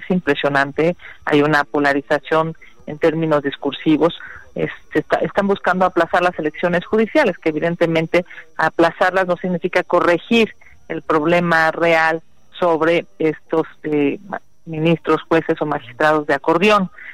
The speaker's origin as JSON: {"language": "Spanish", "country": "Mexico", "said": "lo que nosotros tendríamos que exigir como mexicanos"}